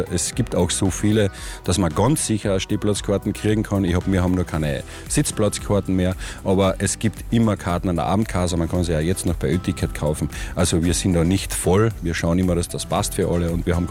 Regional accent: Liebenfels, Carinthia, Austria; ich selber bin ja aus Liebenfels

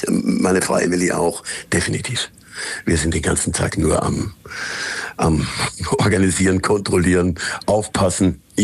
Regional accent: Tyrol, Austria; Da bin ich richtiger Österreicher

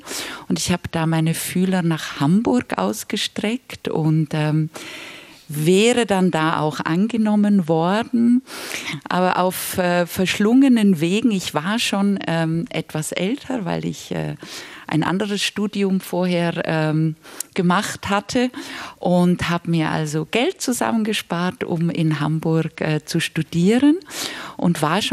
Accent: Switzerland; ich bin dann in der Schweiz geboren, aber trotzdem in so einem Schmelztiegel aufgewachsen zwischen einer Kultur aus Prag mit wahnsinnig viel Theater und Kultur und so weiter

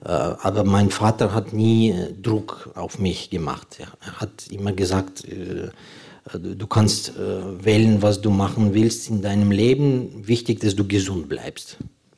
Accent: Ukraine; Also einfach ist es nicht, weil zum Beispiel es gibt jetzt sehr viele offene Fragen, was man als Ukrainer dirigieren darf und Musik

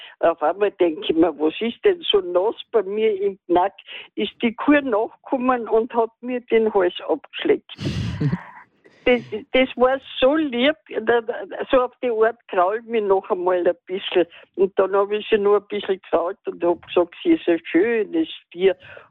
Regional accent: Carinthia, Austria; Grüß Gott, die Runde. Also bin ich Kärntnerin.

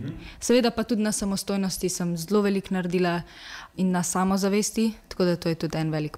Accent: Ljubljana, Central Slovenia, Slovenia; stara sem 20 let in prihajam iz Ljubljane.

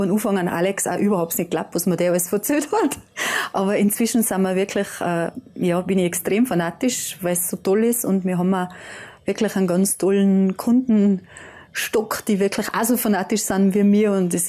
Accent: Tyrol, Austria; ich als Tiroler

